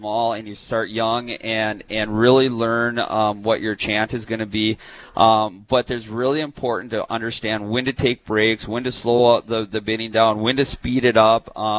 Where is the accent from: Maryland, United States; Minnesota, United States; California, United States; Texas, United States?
Minnesota, United States; moved away as an adult; now in North Dakota, United States; I grew up in West Central Minnesota.